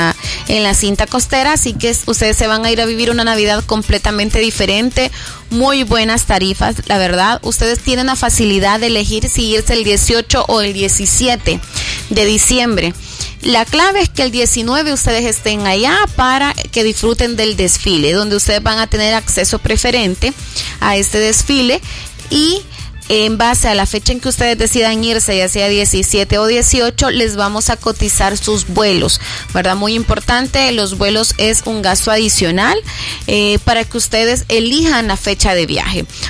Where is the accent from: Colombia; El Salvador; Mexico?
El Salvador; Como salvadoreños, solamente necesitamos nuestro pasaporte vigente.